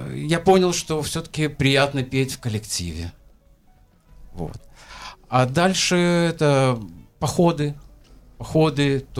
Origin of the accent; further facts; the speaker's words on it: Odesa, Odesa Oblast, Ukraine; то, что я одессит